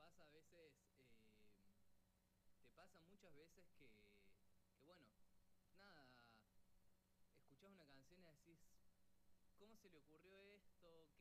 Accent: Córdoba, Argentina; Somos amigos de Córdoba de hace un montón de años

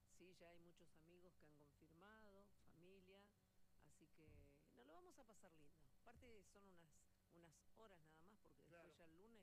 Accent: Argentina; Somos argentinos, sí.

